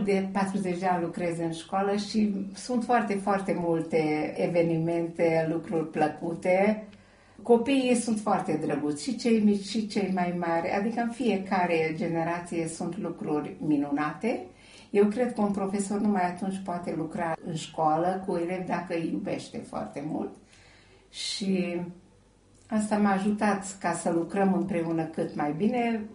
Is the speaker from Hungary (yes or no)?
yes; Gyula, Békés, Hungary; also born or lived in Méhkerék; Și după aia ne-am mutat la Giulă și aici am petrecut majoritatea anilor. Și copilăria și școlile le-am făcut aici, în orașul Giulă.